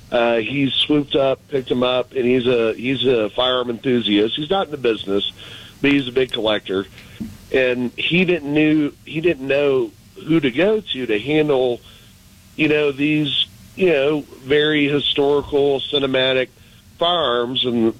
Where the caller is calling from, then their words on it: Louisiana, United States; I'm Cajun. I got red beans and rice money.